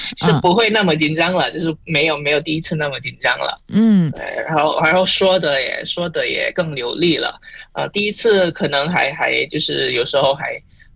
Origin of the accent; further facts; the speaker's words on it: Pontianak, West Kalimantan, Indonesia; Chinese is a second language; moved away as an adult; now in Beijing, China; 中文在我的家乡，在坤甸变得很流行